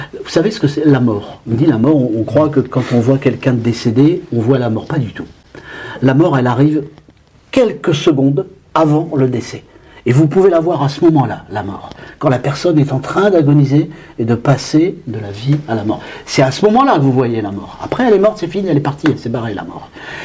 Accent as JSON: {"language": "French", "region": "Hauts-de-France", "country": "France", "tie": "born or raised there", "moved": "as an adult", "said": "je déboule de mon école et de mon enfance dans le Pas-de-Calais."}